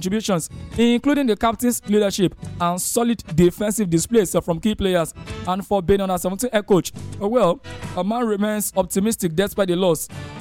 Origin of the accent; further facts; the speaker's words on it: Nigeria; as a Nigerian